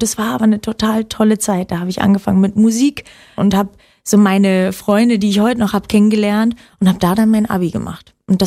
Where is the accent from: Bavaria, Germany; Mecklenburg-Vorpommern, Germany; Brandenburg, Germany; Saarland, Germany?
Brandenburg, Germany; Oranienburg; born there; Richtig, also ich bin in Oranienburg geboren und bin dann mit 10 auf ein Sportinternat gegangen